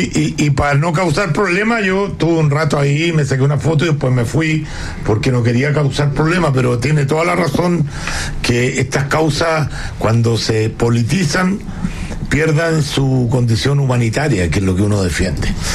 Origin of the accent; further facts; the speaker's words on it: Santiago, Santiago Metropolitan Region, Chile; uno cuando chico se crió en el Estadio Palestino, y tengo muchos amigos y familiares palestinos.